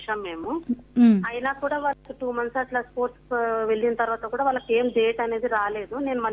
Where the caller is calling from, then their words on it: Hyderabad, Telangana, India; మేము హైదరాబాద్ నుంచి మాట్లాడుతున్నాం మేడం.